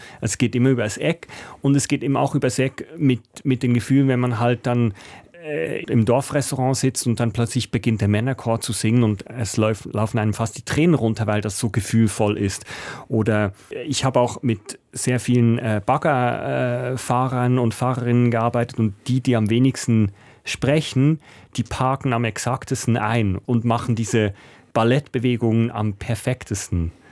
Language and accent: German; Switzerland; Man muss halt schon sagen, da wo ich aufgewachsen bin, sind 120 Einwohnende, da wählen alle die rechte SVP.